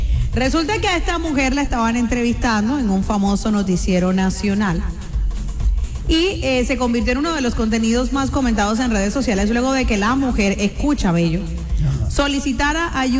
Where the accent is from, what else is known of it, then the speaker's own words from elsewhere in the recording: Venezuela; Dije, soy venezolana y se pasó de verdad.